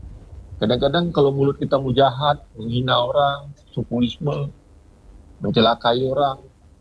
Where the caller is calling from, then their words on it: Tanjung Pinang, Riau Islands, Indonesia; Dengan Pak Sony di Sungai Jang.